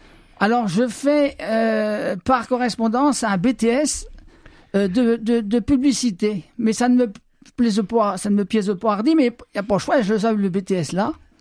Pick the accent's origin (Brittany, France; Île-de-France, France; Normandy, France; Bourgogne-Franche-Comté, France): Brittany, France; Saint-Gilles-du-Mené; je suis né natif à Saint-Gilles-du-Menay.